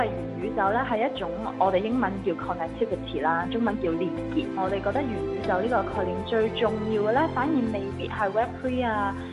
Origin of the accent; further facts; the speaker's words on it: Hong Kong; 我是一个香港土生土长的创业者，读书的时候在外国多一点